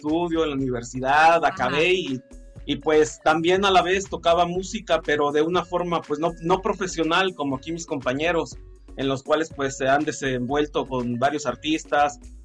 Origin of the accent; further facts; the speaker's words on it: Chiapas, Mexico; toco la guitarra y soy del estado de Chiapas.